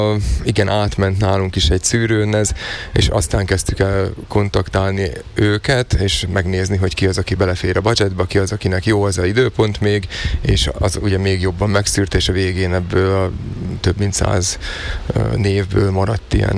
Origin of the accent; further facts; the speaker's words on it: Slovakia; szlovákiai magyarok vagyunk